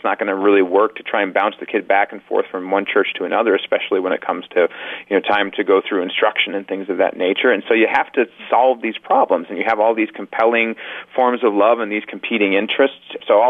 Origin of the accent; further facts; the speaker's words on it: Indianapolis, Indiana, United States; I used to go into this music store near my hometown, near in the music store in Indianapolis.